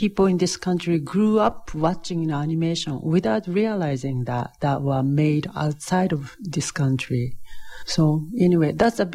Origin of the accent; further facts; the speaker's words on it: Okayama, Japan; English is a second language; moved away as an adult; also born or lived in Iowa; now in Indiana, United States; Most of life is Midwest of Japan, and a place called Okayama, a lot like one of those Midwest states, more like, you know, Ohio.